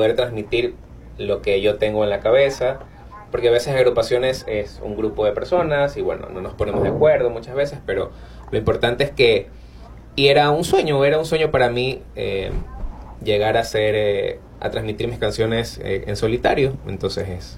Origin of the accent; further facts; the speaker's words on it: Vinces, Los Ríos, Ecuador; Como yo soy de Vinces, bueno, mi familia tiene una finca